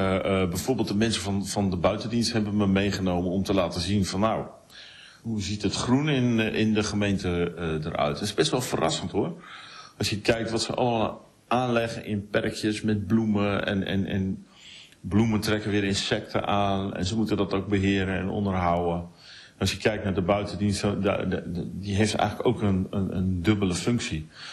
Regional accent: Emmeloord, Flevoland, Netherlands; moved away; Ik ben opgegroeid in Emmeloord.

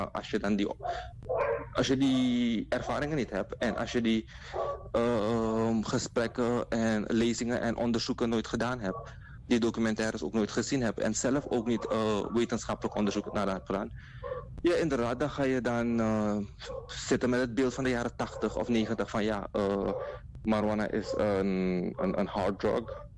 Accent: Netherlands; Ik heb ook een Nederlander, ik ben ook een Nederlander, ik heb ook een Nederlands paspoort.

